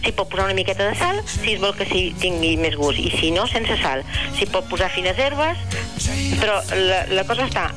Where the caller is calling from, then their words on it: Peralada, Catalonia, Spain; soc de Peralada, jo.